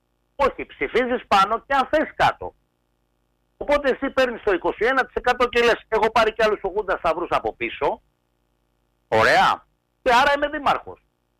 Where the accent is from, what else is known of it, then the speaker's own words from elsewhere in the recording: Oktonia, Central Greece, Greece; Εγώ κατάγομαι από την Οκτωνιά. Πήγαινε σήμερα να δεις την Οκτωνιά. Ένα καφενείο και τέσσερα σπίτια. Αυτό που κάποτε ήταν κεφαλοχώρι.